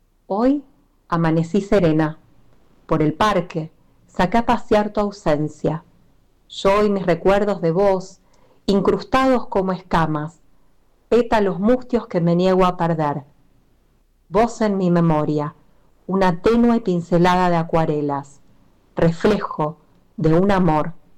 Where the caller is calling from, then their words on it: La Plata, Buenos Aires Province, Argentina; Soy la escritora platense